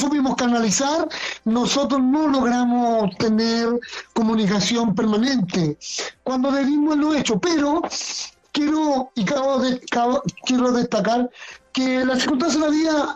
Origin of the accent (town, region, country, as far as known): Chile